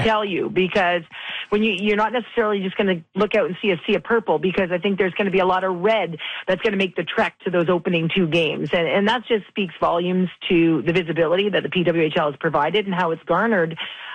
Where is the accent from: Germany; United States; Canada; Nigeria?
Canada; You said it, eh? Right? We're Canadian, and it's pretty impressive.